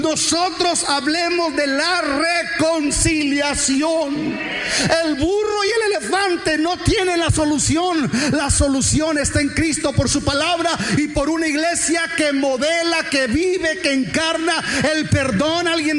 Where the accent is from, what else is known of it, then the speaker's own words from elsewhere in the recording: Mexico; El 70% de los latinoamericanos somos mexicanos.